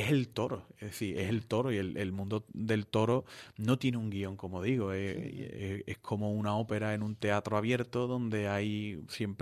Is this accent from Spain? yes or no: yes; El Puerto de Santa María, Andalusia, Spain; que creo que los portuenses muchas veces no somos conscientes